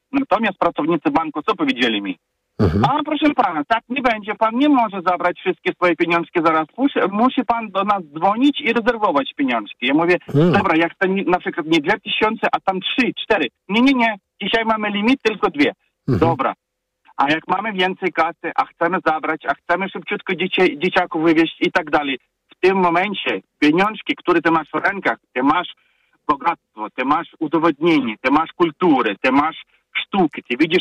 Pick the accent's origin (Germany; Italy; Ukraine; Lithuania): Ukraine; Polish is a second language; now in Kraków, Poland; Teraz ja jestem pochodzeniem z Ukrainy i teraz mogę państwu kilka rzeczy powiedzieć.